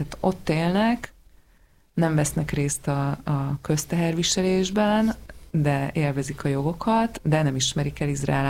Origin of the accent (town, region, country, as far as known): Hungary